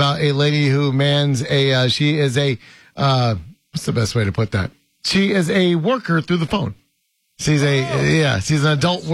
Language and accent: English; Oklahoma, United States; I am from Oklahoma though.